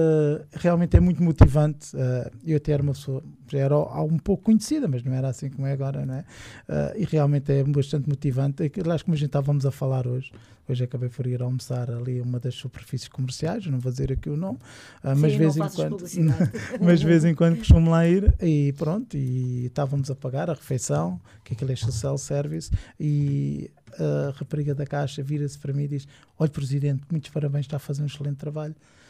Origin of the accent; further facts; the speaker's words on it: Fernão Ferro, Setúbal, Portugal; also born or lived in Torres Vedras; now in Quinta do Conde, Portugal; eu sinto que sou de cá, que eu vivo cá há 21 anos, mas já frequento a Quinta do Conde há muito mais anos, porque eu cresci aqui ao lado, cresci na Infernão Ferro, e sempre vim aqui à Quinta do Conde.